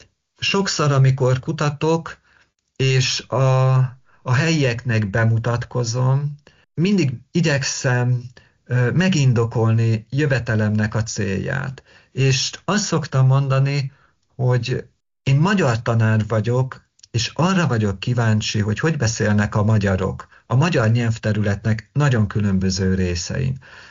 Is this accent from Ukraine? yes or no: yes; Zakarpattia Oblast, Ukraine; ezt ugye Ungvár környékén pocshalnak nevezik, Zsitkócon ebirocának. A létra, amire felmásztunk, szülőföldemen láptó.